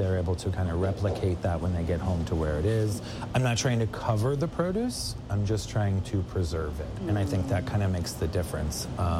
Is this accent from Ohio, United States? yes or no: yes; Ohio, United States; We grew up in Ohio as a kid making pickles.